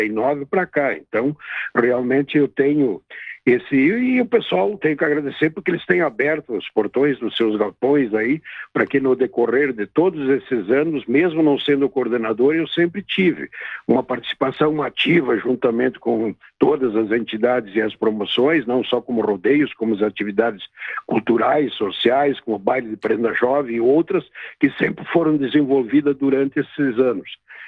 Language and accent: Portuguese; Nova Prata, Rio Grande do Sul, Brazil; eu tenho Nova Prata como a minha casa, é a minha terra.